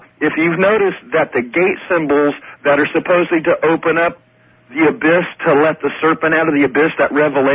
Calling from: Abilene, Texas, United States; I'm here at Fort Phantom in Abilene, Texas on KLIF.

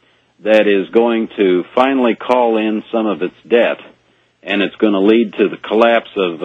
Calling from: Kansas City, Missouri, United States; I'm calling you from Kansas City, Missouri

